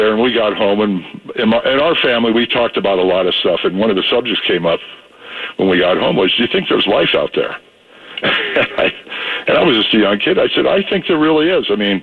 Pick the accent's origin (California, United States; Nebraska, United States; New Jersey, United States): California, United States; San Francisco; born there; now in Washington, United States; we went up to a hill out of San Francisco where I was living there, my mom and dad